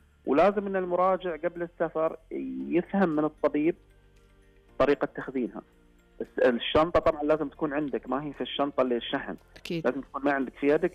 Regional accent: Saudi Arabia; عندنا في السعودية

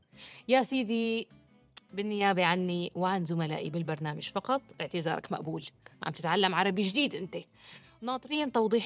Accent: Syria; نحن السوريين

